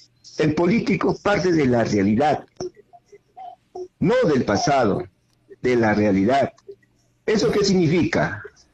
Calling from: Juliaca, Puno, Peru; desde Juliaca.

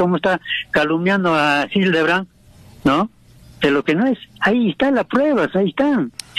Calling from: Peru; aquí, en el Perú

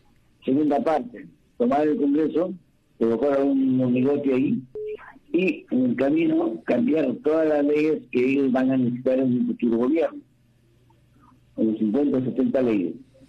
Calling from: Trujillo, La Libertad, Peru; buenos días desde Trujillo.

